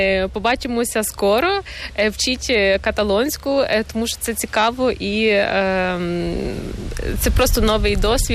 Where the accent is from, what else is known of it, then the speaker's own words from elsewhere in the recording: Western Ukraine, Ukraine; now in Spain; De part de... no d'oest?